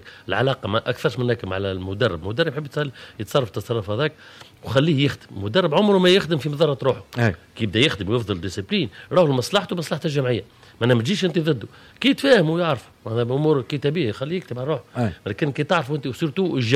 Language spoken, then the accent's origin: Arabic; Tunisia; انا اونترنور تونسي بصراحه